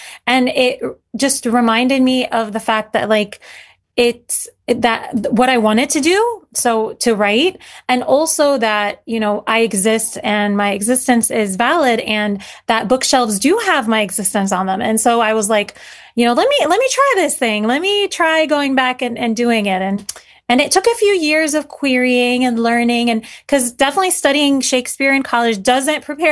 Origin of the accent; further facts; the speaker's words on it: United States; born there; English is a second language; also born or lived in Syria; growing up in America, I'm not technically fully 100% Syrian. I'm, you know, going to school, I'm learning English. Definitely now English is my stronger language